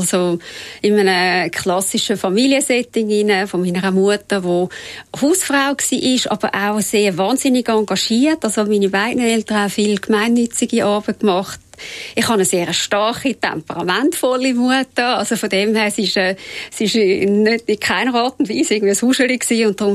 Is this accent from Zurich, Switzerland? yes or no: yes; Räterschen, Zurich, Switzerland; ich bin in Räterschen aufgewachsen und es gibt in den Dörfern gibt's immer Parteien